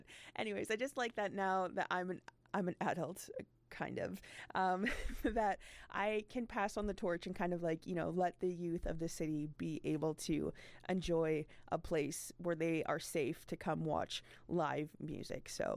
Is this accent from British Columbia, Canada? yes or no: yes; Prince George, British Columbia, Canada; like I born and raised in Prince George